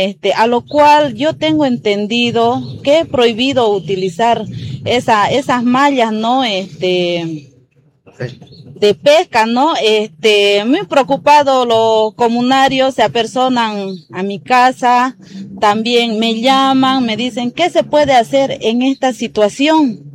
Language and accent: Spanish; Puente Viejo, Bolivia; soy la segunda burubicha de la zona Cami, soy comunaria de Puente Viejo, ¿no?